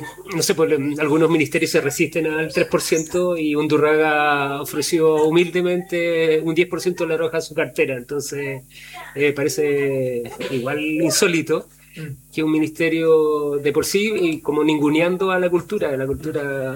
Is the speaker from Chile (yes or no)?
yes; Chile; y es lo que nos da identidad y lo que nos da forma de ser como latinoamericano y como chileno